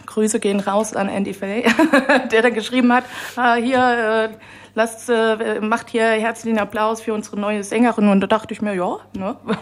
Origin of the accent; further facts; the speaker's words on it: Saarbrücken, Saarland, Germany; born there; moved away as an adult; now in Frankfurt, Germany; Saarbrücker Mädel.